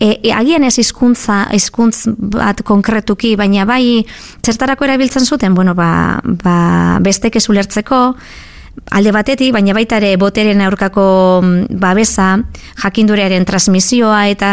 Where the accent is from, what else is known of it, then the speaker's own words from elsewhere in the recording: Durango, Basque Country, Spain; Bueno, kantu hau egiten ni Durangarra naiz eta kantu hau egin nahi genien sorginei, ez?